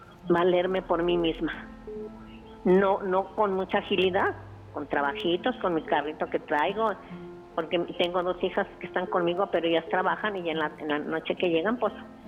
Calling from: Guadalajara, Jalisco, Mexico; de aquí de Guadalajara, de la colonia Santa Cecilia

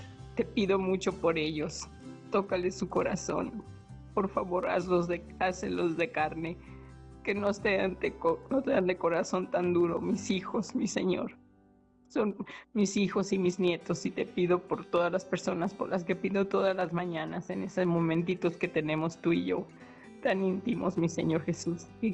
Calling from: Guadalajara, Jalisco, Mexico; aquí estoy aquí de Guadalajara.

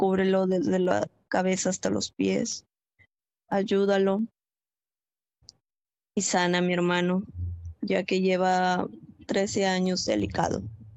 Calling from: Piura, Peru; hablo desde Piura, Perú.

